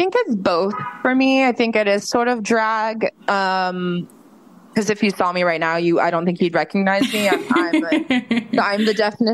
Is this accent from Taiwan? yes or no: no; Florida, United States; You know, like where I grew up in Florida, I didn't really know another gay person